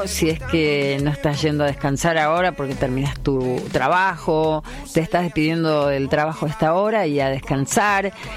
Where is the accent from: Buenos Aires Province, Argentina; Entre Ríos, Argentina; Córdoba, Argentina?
Córdoba, Argentina; Las Varillas; a mi pueblo, Las Varillas